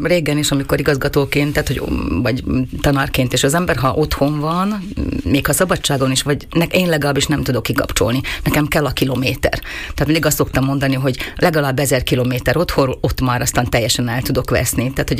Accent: Krasnohorské Podhradie, Košice Region, Slovakia; Ugye hegyek, erdő között nőttem föl, és a gyerekkorom Krasznokán, illetve nagymamámmal Várhosszúréten töltöttük.

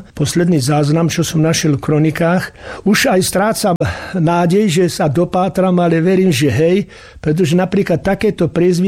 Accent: Očová, Banská Bystrica Region, Slovakia; Tak ja sa chválim, ja žijem, narodil som sa, žijem v Getsemanskej zahrade.

